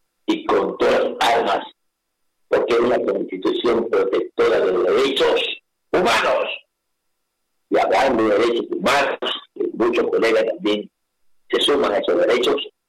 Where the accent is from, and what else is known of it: Ecuador